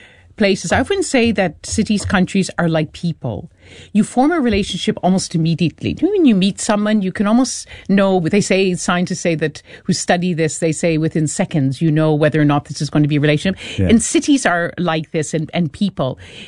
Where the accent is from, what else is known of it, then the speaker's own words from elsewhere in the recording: East Coast, Canada; people often think that I must be Irish, and they even confuse me with my colleague Orla Geeran, who is 100% Irish. I come from the east coast of Canada.